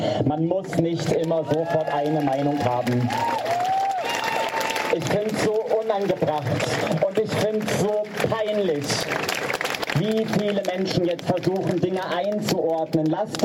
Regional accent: Saxony-Anhalt, Germany; moved away; Ich bin in Sachsen geboren, ich bin in Sachsen-Anhalt groß geworden als Transfrau

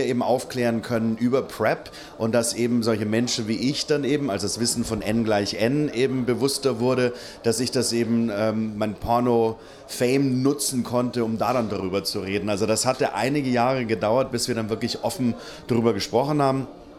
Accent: Germany; now in United States; wobei es in Deutschland bei uns ja auch gerade sehr herausfordernd aussieht, aber das ist halt hier mein Heimatland und ich will dann lieber den Kampf für unsere Rechte, den wir weiterhin kämpfen müssen, hier kämpfen.

